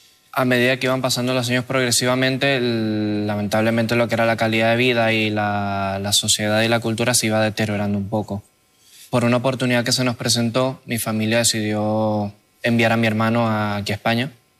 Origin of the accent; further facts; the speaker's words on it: Venezuela; Yo nací y crecí en Venezuela.